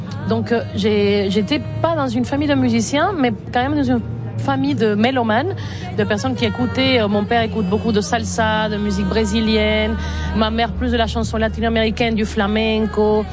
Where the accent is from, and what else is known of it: Caracas, Capital District, Venezuela; moved away as an adult